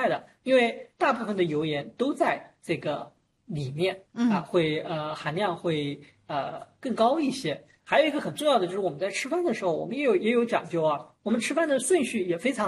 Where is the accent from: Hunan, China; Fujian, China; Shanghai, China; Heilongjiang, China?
Shanghai, China; 我们上海人有句话